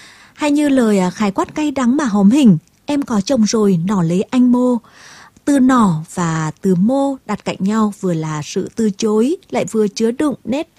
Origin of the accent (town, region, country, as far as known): Nghe region, Vietnam; born or raised there